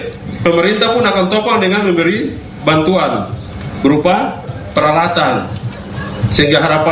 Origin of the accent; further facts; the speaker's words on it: Papua, Indonesia; saya yang disebut OAP generasi baru, saya Papua baru, saya bukan Papua kemarin, saya Papua baru, saya generasi Papua baru